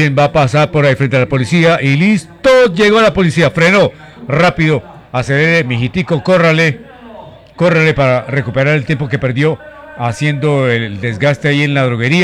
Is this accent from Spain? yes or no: no; Boyacá, Colombia; somos boyacenses